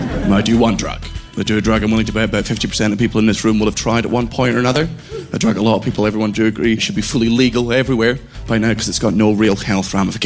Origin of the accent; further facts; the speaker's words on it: Scotland, United Kingdom; also born or lived in England; I am from Scotland. I was born in England, but I do consider myself fully Scottish